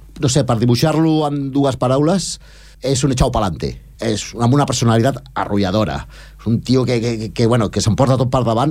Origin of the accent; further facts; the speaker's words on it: Barcelona, Catalonia, Spain; moved away as an adult; now in Esplugues de Llobregat, Spain; jo havia nascut a, bueno, vaig néixer a Barcelona i vivia al barri de les Corts. Llavors em vaig casar i és com vaig venir cap aquí.